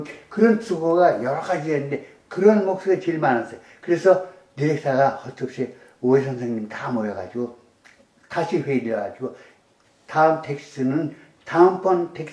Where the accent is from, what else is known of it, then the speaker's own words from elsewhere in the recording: Seoul, South Korea; born there; 근데 내가 하는 나 서울 태생인데